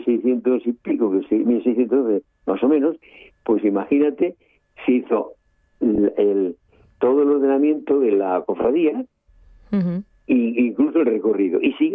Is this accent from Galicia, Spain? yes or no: no; Castropol, Asturias, Spain; yo soy del concejo de Castropol, pero vinimos a Tapia en bicicleta, lloviendo y nevando y como fuera